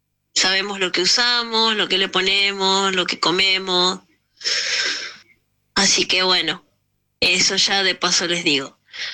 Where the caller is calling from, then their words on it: Buenos Aires, Argentina; de Caballito, excelente jornada.